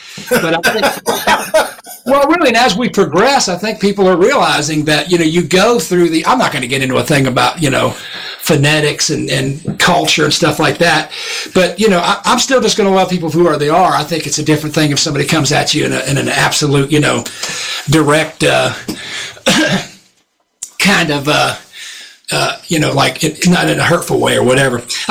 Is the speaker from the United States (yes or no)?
yes; Portsmouth, Virginia, United States; born there; We got a lot of people down South, Virginia. I was born in Portsmouth, and got to meet a lot of people down there.